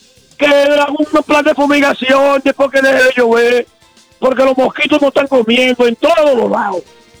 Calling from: Baní, Peravia, Dominican Republic; la ministra de Salud de aquí de Baní

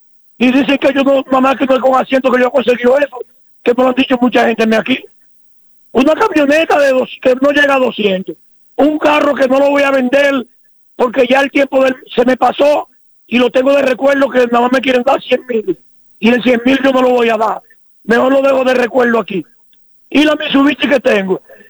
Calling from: Dominican Republic; como dominicanos

